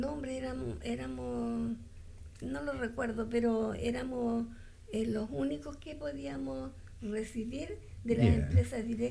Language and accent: Spanish; Longaví, Maule, Chile; yo llegué cuando tenía como 7 años.